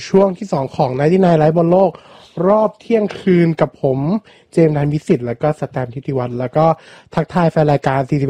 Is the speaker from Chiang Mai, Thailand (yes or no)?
no; Lam Luk Ka, Pathum Thani, Thailand; also born or lived in Min Buri, Bangkok; คุณพ่อเป็นคนประจวบแล้วก็ทุกวันนี้ก็แต่ผมเกิดกรุงเทพนะเกิดที่มินบุรีผมได้เกิดมินบุรี